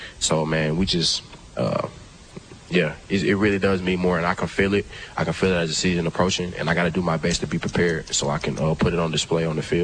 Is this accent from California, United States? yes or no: no; Georgia, United States; now in Arkansas, United States; I'm from Georgia too